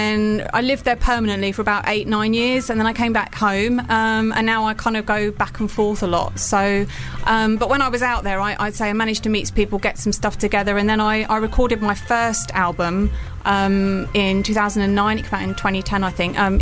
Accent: United Kingdom; being British

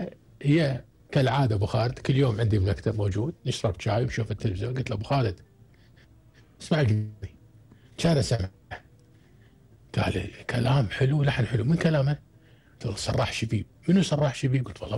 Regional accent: Kuwait; عندنا في الكويت منتشر

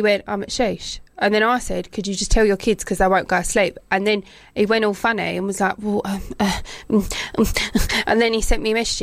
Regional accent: Gravesend, South East England, United Kingdom; I'm from Gravesend.

